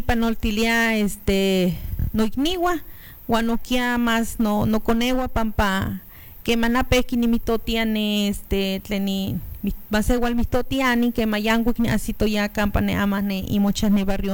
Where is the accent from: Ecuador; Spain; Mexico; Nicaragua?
Mexico; first language Nahuatl; Spanish is a second language; Y pues mi abuela, que siempre me hablaba en náhuatl, en nuestra lengua materna, y pues esa fue la primer, como le diría el boom, de que yo pudiera hablar el náhuatl, porque precisamente fue mi lengua materna